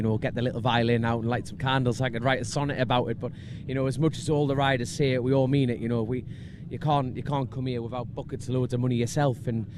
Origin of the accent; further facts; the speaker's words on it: Newcastle upon Tyne, North East England, United Kingdom; I'm a Geordie fella